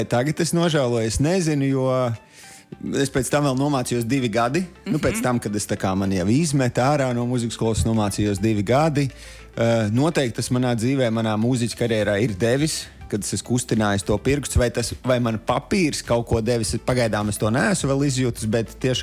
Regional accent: Bauska, Bauska Municipality, Latvia; tā kā bija Mārtiņš no Bauskas

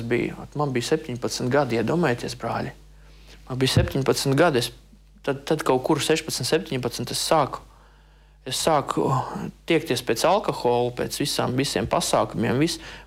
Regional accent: Ainaži, Vidzeme, Latvia; Ainežos, es esmu no Ainežiem. Ainežos viņi nāca klāt un stāstīja mums evaņģēliju.

